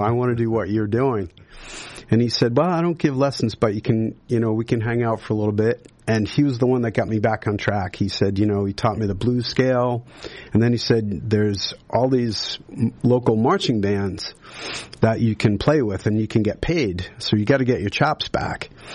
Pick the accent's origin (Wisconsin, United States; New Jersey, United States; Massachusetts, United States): Massachusetts, United States; Weymouth; Grew up in fabulous Weymouth, Massachusetts, an amazing place to grow up. My dad and my mother both grew up in Medford and Somerville.